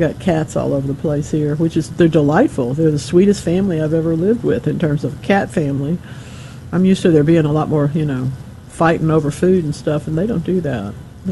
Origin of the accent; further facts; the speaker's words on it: Monroe, Louisiana, United States; But it turns out that there was one in my hometown, and that's where, if you made good enough grades, that's where they took you to take your picture.